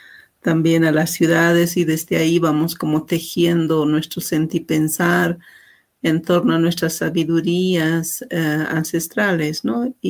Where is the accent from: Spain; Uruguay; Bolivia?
Bolivia; El Alto, La Paz; soy de Bolivia, específicamente en el Alto de La Paz, que es un territorio habitado por diversas comunidades